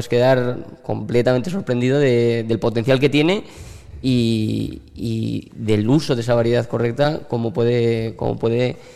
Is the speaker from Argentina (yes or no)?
no; La Rioja, Spain; moved away as an adult; now in Mallorca, Spain; yo soy de La Rioja, soy riojano.